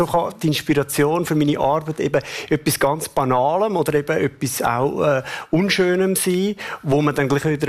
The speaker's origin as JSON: {"language": "German", "region": "Glarus", "country": "Switzerland", "tie": "born or raised there", "said": "Ich bin aufgewachsen da im Glarnerland und wir sind mega viel snowboarden"}